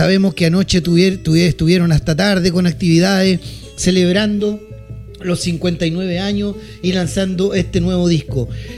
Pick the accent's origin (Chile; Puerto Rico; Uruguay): Chile; nos sentimos orgullosos como chilenos de tener este tremendo conjunto folclórico